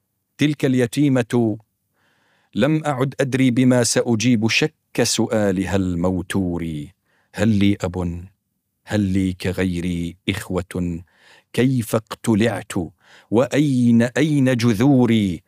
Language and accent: Arabic; Syria